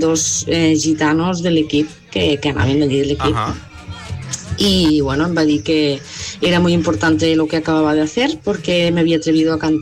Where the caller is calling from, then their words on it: La Cava, Catalonia, Spain; soc de la Cava.